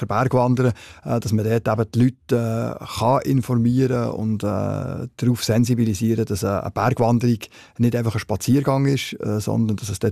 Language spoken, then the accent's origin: German; Switzerland; Und bei uns in der Schweiz geht es, mit Ausnahme vom Gipfel, geht's immer weiter